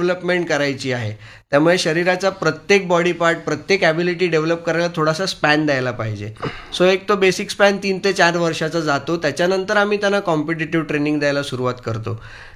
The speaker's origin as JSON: {"language": "Marathi", "town": "Mumbai", "region": "Maharashtra", "country": "India", "tie": "born or raised there"}